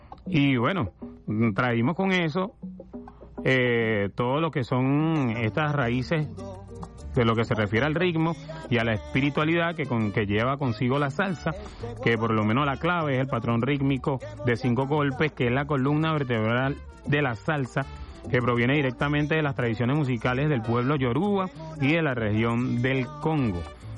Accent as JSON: {"language": "Spanish", "country": "Venezuela", "said": "nosotros también hicimos lo propio como venezolanos y venezolanas."}